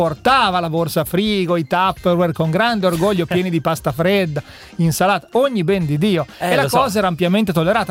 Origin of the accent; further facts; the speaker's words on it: Emilia-Romagna, Italy; io da romagnolo, nato e cresciuto sulla Riviera, erano altri tempi, quando ero piccolo, anni 80, anche 90